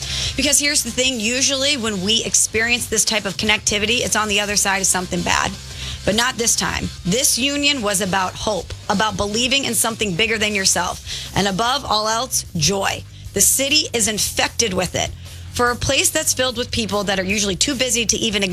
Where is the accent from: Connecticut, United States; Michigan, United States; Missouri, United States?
Missouri, United States; St. Louis; now in New York, United States; So as most of you know, I'm proudly from St. Louis. My roots didn't grow from the concrete jungle. However, St. Louis is family, but New York is my marriage.